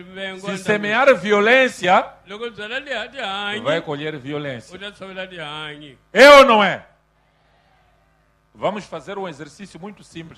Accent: Mozambique; now in South Africa; Nós, como moçambicanos, Somos um povo de paz. Somos conhecidos como um povo humilde. Um povo acolhedor. Um povo trabalhador.

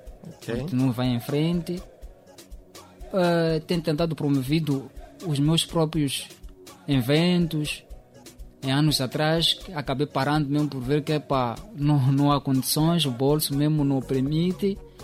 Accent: Nyarim, Inhambane, Mozambique; also born or lived in Quelundo; now in Maputo, Mozambique; Eu sou natural de Nyarim, sim. Fui nascido em Quelundo, Zavala.

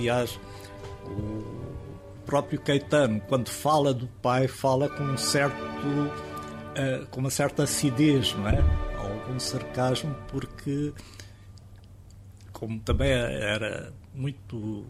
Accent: Goa, India; as primeiras histórias serem sobre a minha infância e primeira juventude em Goa, fizeram-me renascer esse interesse por contar uma história goesa

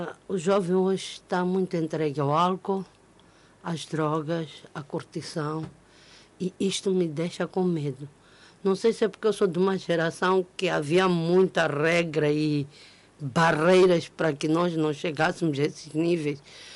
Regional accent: Mozambique; sou da sociedade civil, mas antes de ser da sociedade civil, sou moçambicana.

